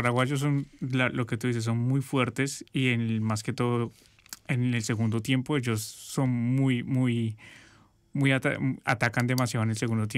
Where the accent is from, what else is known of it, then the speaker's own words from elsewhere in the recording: Colombia; parte de los colombianos